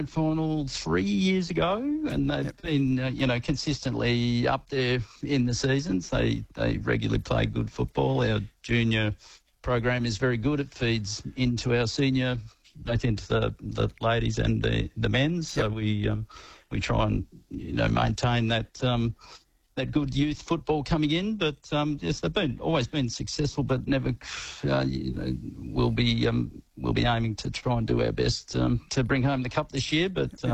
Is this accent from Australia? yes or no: yes; Victoria, Australia; moved away; I grew up in Victoria, played country football down there, and I've coached here for, this is my seventh season